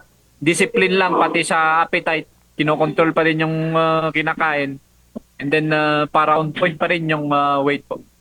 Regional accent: Cordillera Administrative Region, Philippines; pride naman ako na nire-represent yung Pilipinas bilang isang Pinoy, and lalong-lalo na dito sa amin as sa Cordiller

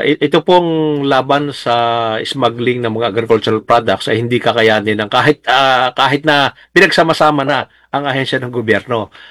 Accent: Mabini, Calabarzon, Philippines; Ako po yung taga-Mabini, Batangas.

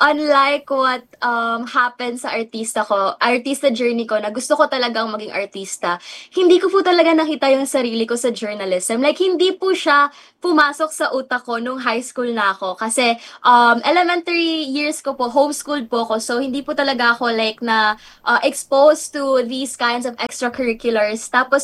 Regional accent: Manila, Metro Manila, Philippines; So kahit na artista po ako dati and talagang sa Manila po ako lumaki, parang nung umuwi po ako dito, mas nasanay na akong mag-Bisaya.

